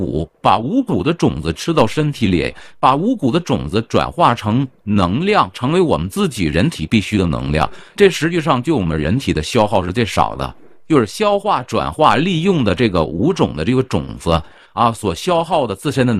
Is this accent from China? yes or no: yes; China; 咱们中国人是最会养生的